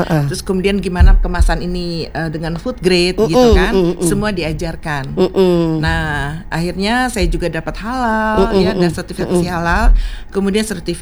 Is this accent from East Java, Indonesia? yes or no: no; Jakarta, Indonesia; born or raised there